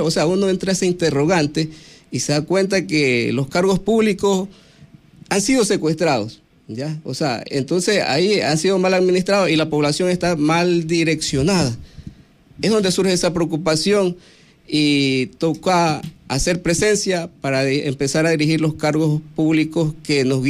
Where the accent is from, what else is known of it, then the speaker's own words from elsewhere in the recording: Jipijapa, Manabí, Ecuador; Soy del cantón Jipijapa.